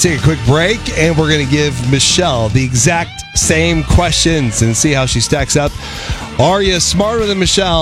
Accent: Oregon, United States; now in Tennessee, United States; this Oregon boy

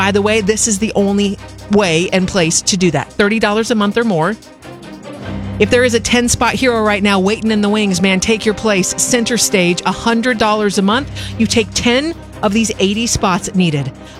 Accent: Clackamas, Oregon, United States; I'm getting in the game. Eugenia just did that for my hometown of Clackamas, Oregon.

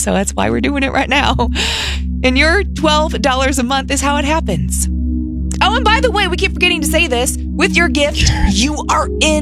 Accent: Wichita, Kansas, United States; I'm from Wichita.

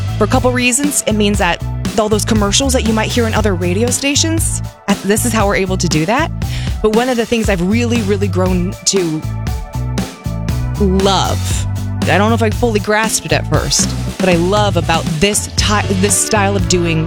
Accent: Wichita, Kansas, United States; I'm from Wichita. We're neighbors.

